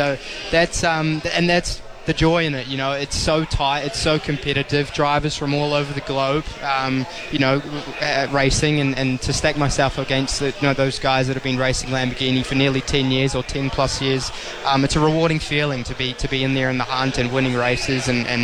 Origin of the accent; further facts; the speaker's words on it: New Zealand; he's Polish, I'm a Kiwi, we're from opposite sides of the world